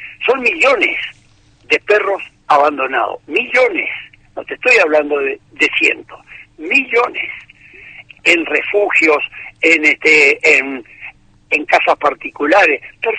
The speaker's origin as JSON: {"language": "Spanish", "town": "Posadas", "region": "Misiones", "country": "Argentina", "tie": "born or raised there", "moved": "yes", "lives_now": "Rosario, Argentina", "said": "Yo me crié en Posada Misiones"}